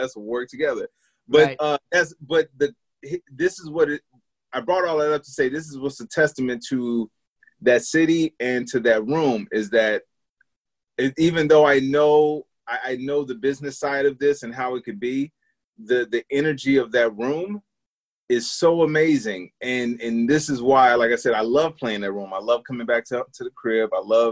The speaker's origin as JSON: {"language": "English", "town": "Chicago", "region": "Illinois", "country": "United States", "tie": "born or raised there", "said": "because it wasn't like this when I was growing up in Chicago"}